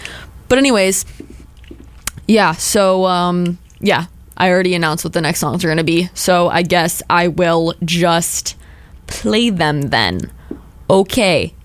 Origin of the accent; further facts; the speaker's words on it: Buffalo, New York, United States; because I'm from Buffalo and Cleveland isn't too far from Buffalo, it's about 3 hours, closer than Albany is.